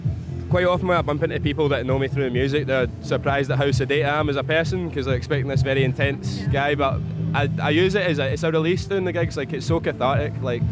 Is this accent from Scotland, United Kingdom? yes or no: yes; Glasgow, Scotland, United Kingdom; we are from Glasgow